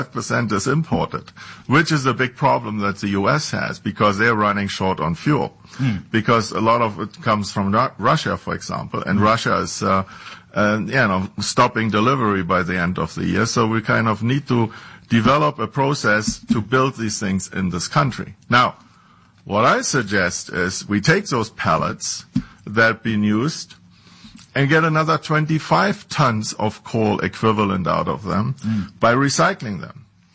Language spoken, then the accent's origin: English; Berlin, Germany; English is a second language; moved away as an adult; now in Las Vegas, United States; I was born and raised in Berlin. I went to school there, got my PhD at the Institute for Radiation and Nuclear Physics. And after that, I came to the U.S. in 1994 and to Nevada, actually to Las Vegas at the time.